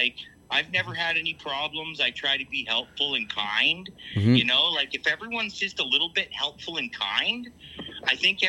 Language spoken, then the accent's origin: English; Hamilton, Ontario, Canada; I'm an artist from Hamilton, Ontario.